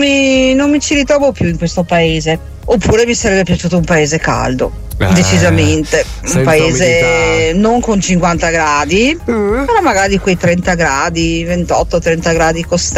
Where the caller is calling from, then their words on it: Veneto, Italy; mi sta stretto il Veneto ultimamente, mentalità chiusa, retrograda, non mi ci ritrovo più in questo paese.